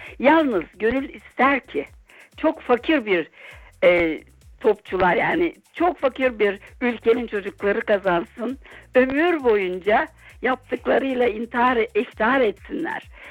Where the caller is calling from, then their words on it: Bremen, Germany; Bremen'den arıyorum.